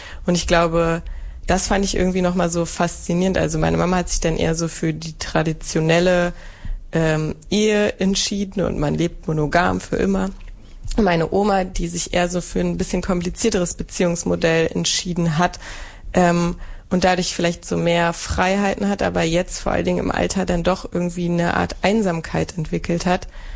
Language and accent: German; western Germany, Germany; Und ich bin aber im Westen aufgewachsen. Meine Mama ist dann auch in den Westen gezogen.